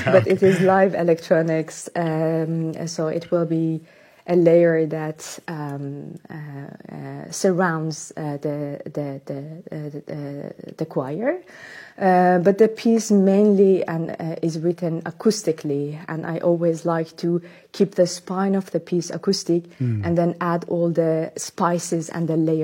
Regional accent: Iran; English is a second language; now in Netherlands; resonates with people in Gaza and people in Lebanon and people in Iran, my home country. But also, how interesting to see that the story existed many, many, many times during the history in different regions, and also where I live now, and it is my home now, which is the Netherlands.

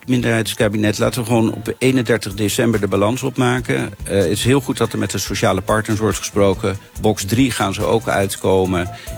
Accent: Netherlands; now in United States; ik als Nederlander denk altijd, $4.10 voor een gallon, nou dat is dan zeg maar omgerekend 1 euro als ik hier tank.

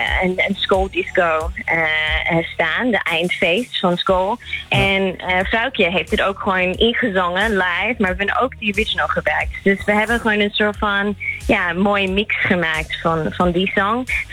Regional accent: Australia; Dutch is a second language; Nee, ik kom uit Australië.

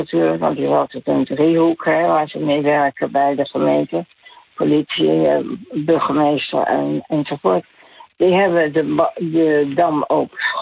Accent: The Hague, South Holland, Netherlands; Ik kom daar eigenlijk uit Den Haag. Scheveningen geëvacueerd naar Den Haag.

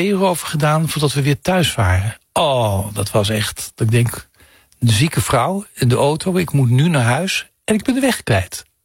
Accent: Heerlen, Limburg, Netherlands; moved away; mijn geboorteplaats Heerlen.

